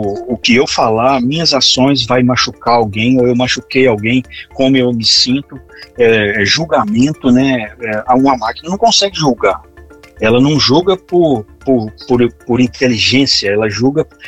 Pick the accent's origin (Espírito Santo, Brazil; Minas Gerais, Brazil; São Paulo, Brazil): Minas Gerais, Brazil; Eu sou mineiro, caipira, cresci na roça, Eduardo. É nós, é o uai.